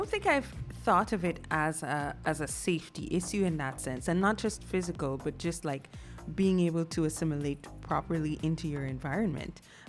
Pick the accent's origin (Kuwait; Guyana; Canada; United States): Guyana